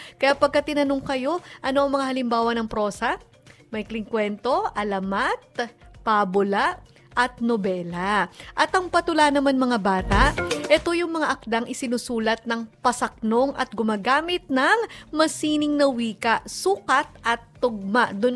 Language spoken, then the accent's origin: Tagalog; Antipolo, Calabarzon, Philippines; Ako, taga-Antipolo ko, lagi may kwento sa amin.